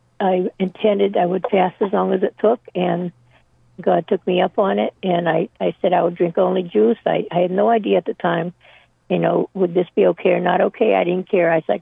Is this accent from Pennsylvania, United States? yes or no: yes; Pennsylvania, United States; born there; I heard the caller say she was from Pennsylvania. I was born also in Pennsylvania.